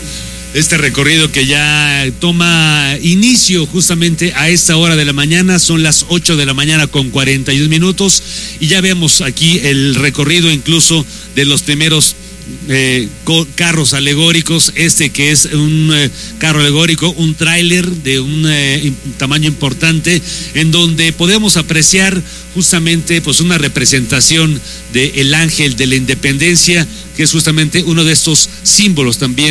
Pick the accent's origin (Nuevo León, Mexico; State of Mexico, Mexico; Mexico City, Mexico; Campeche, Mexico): State of Mexico, Mexico; somos mexicanos por partida doble, como bien dice nuestro himno, por patria y provincia